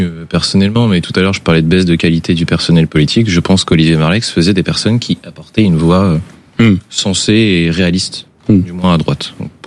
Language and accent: French; Normandy, France; Moi, je suis normand, donc je suis pas corse. Hein, il fait un peu plus de pluie chez moi, il y a beaucoup plus de vent.